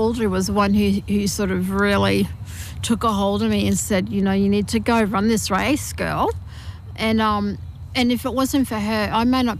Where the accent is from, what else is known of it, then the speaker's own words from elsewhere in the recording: Mackay, Queensland, Australia; e early days growing up in Mackay, and then I went to, we moved around us around Queensland to outback regions and smaller towns.